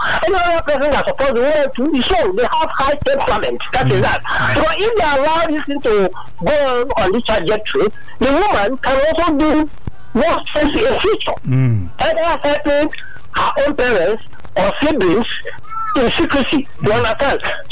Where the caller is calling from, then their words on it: Abuja, Federal Capital Territory, Nigeria; I'm calling from Abuja.